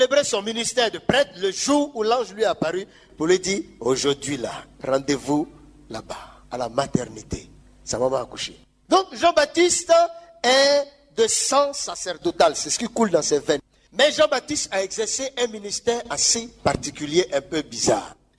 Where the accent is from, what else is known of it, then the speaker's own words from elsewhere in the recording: Central African Republic; parce que chez nous en Centrafrique, on appelle ça Kinda Gozo.